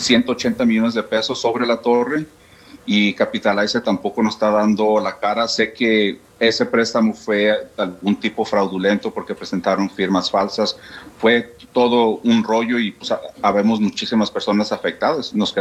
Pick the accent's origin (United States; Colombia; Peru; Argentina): United States; born there; pues yo creo porque yo vivo en Estados Unidos, soy nacido acá, soy ciudadano de Estados Unidos